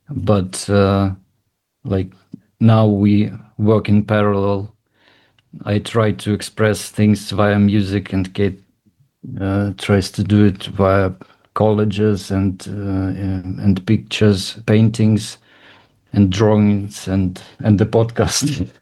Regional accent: Kharkiv, Kharkiv Oblast, Ukraine; moved away as an adult; now in Wrocław, Poland; We're both from Kharkiv, and we are quite old friends and close friends as well. We came almost together to Wrocław, and we are both living here now.

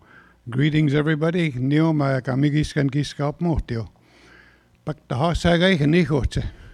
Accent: Sturgeon Lake, Alberta, Canada; And I'm from Netcasting Lake, or as they say in English, Sturgeon Lake.

